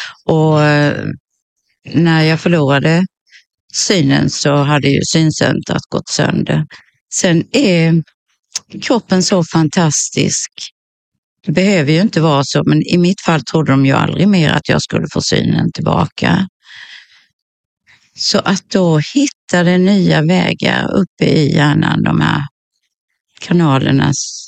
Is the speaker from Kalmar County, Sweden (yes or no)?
yes; Kalmar County, Sweden; now in Ljungby, Sweden; Jag härstammar ju ner från Öland och Kalmar.